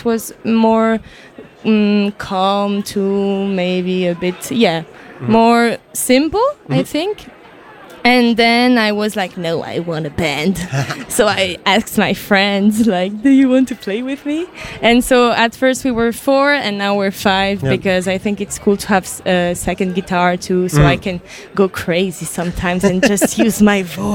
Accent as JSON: {"language": "English", "region": "Valais", "country": "Switzerland", "lives_now": "Lausanne, Switzerland", "said": "But I'm from Valais, I'm from Haute-Nanda in the mountains."}